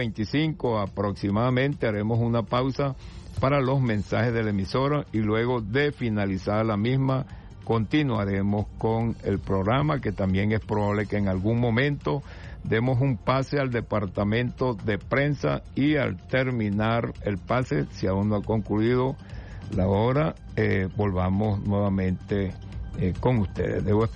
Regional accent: Puerto Cabello, Carabobo, Venezuela; Puerto Cabello, mi ciudad natal.

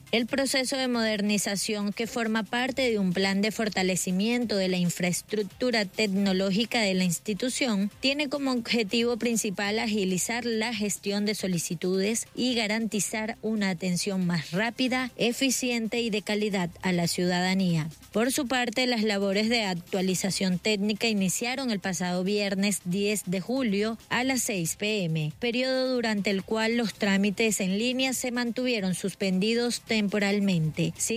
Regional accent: Venezuela; lo que nos toca a nosotros como artistas venezolanos

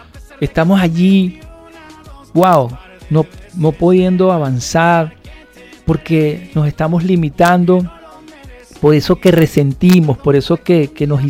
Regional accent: Venezuela

